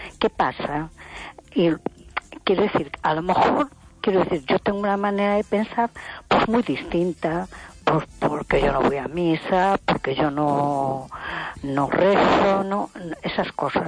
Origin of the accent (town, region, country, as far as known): A Coruña, Galicia, Spain